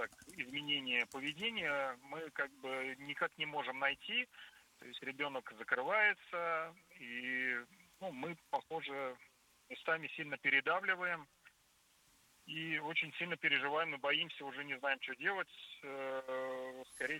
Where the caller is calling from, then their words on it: Kazan, Tatarstan, Russia; да, я из Казани.